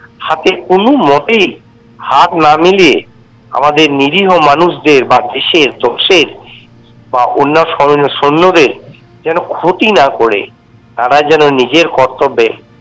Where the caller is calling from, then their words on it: West Bengal, India; আমি পশ্চিমবঙ্গের বীরভূম থেকে